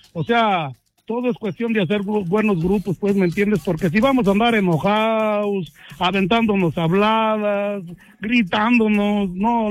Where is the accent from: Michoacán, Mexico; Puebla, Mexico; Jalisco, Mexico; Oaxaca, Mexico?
Michoacán, Mexico; Tangamandapio; moved away; De allá de mi Tangamandapio